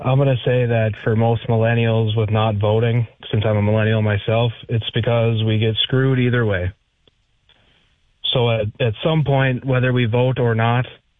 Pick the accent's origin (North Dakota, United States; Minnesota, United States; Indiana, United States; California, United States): North Dakota, United States; Grand Forks; I'm from Grand Forks originally, but I don't know anybody who was running.